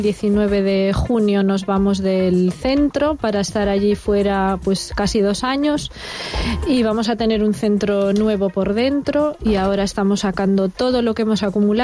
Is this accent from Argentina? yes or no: no; Viavélez, Asturias, Spain; born there; moved away as an adult; also born or lived in Santiago de Compostela / England / Germany; now in A Coruña, Spain; Soy de un pueblo de Asturias, de cerca de Galicia, del occidente, se llama Vía Vélez, es muy pequeñito, pero es el pueblo natal de Corín Tellado, que todo el mundo la conoce, aunque es un pueblo muy pequeño.